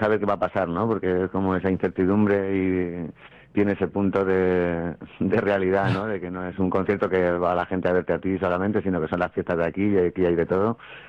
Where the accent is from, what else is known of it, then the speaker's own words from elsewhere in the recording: Elche, Valencian Community, Spain; yo soy muy de haber vivido esa fiesta de mi pueblo, ¿no? Yo soy una pedanía en Matola.